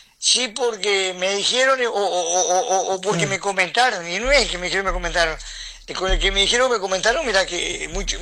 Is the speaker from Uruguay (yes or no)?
yes; Uruguay; a los uruguayos nos gusta